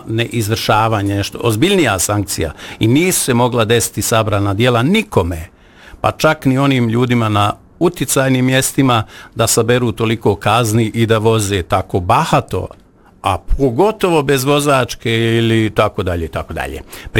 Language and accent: Bosnian; Bosnia & Herzegovina; Ja govorim narodnim riječnikom, inače kao atipični Bosanac